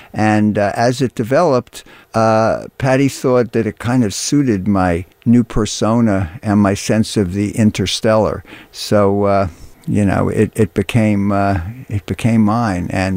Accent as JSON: {"language": "English", "town": "New York City", "region": "New York", "country": "United States", "tie": "born or raised there", "said": "I grew up in Flatbush"}